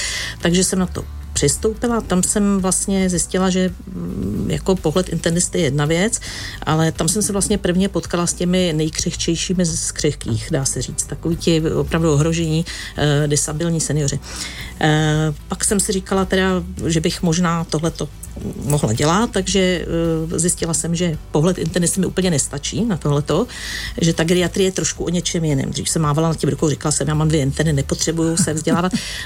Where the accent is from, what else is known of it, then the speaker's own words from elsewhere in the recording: Central Bohemian Region, Czechia; takže já pocházím z Posázaví, z takového malého městečka.